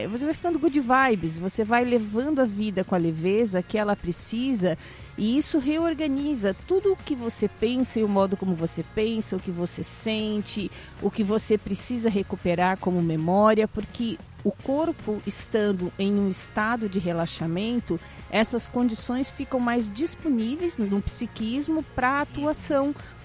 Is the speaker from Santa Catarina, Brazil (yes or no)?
yes; Florianópolis, Santa Catarina, Brazil; Quando eu era pequena, assim, lá em Florianópolis, tinha um único centro comercial com uma escada rolante.